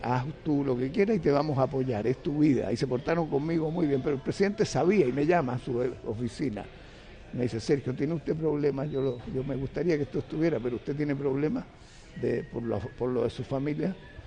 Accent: Chile; voy a luchar por la libertad en mi país.

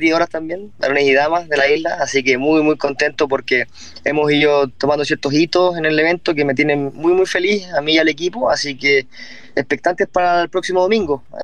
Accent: Huelquén, Santiago Metropolitan Region, Chile; born there; mi querido Huelquén, el pueblo donde yo nací, ¿verdad? Junto a mi padre, mi hermano

